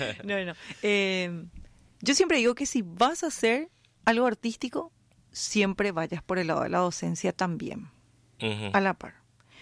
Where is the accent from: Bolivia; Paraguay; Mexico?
Paraguay; misma como paraguaya te digo